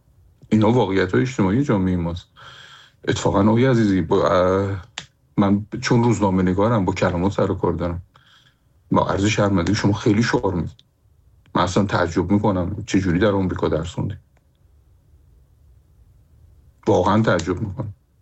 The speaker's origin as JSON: {"language": "Persian", "country": "Iran", "moved": "yes", "said": "همه ما ایرانی هستیم،"}